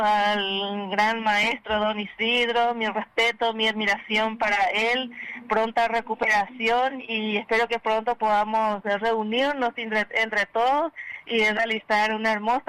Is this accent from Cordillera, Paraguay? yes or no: no; Maciel, Caazapá, Paraguay; una obra que yo lancé el año pasado, Pasado y Presente de Maciel. Es una breve reseña histórica de mi pueblo, donde también mencioné a algunas personas oriundas de ese lugar.